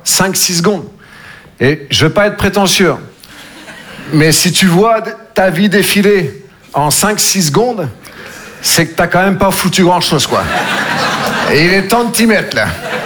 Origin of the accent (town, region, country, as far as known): Nouvelle-Aquitaine, France